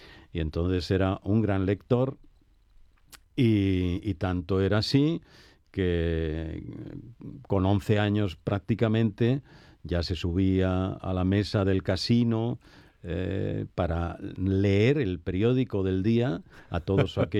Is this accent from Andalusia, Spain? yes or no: yes; Villa del Río, Andalusia, Spain; Pues mira, vengo de Villa del Río. Estaba hace unos días en el pueblo